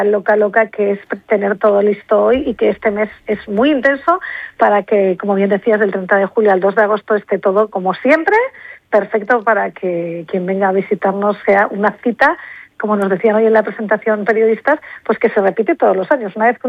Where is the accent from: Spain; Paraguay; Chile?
Spain; como españoles, como mediterráneos